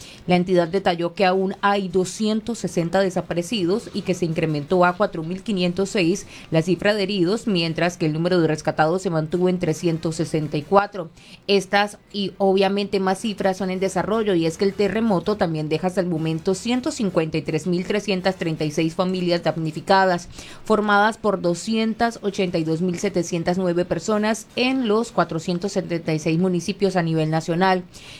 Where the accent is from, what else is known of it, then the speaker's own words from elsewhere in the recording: Colombia; es una noticia que es lamentable para nosotros como colombianos.